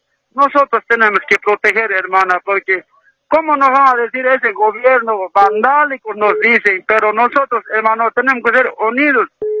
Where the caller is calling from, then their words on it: Montero, Santa Cruz, Bolivia; Estamos llamando, hermana, de aquí de Montero, Santa Cruz.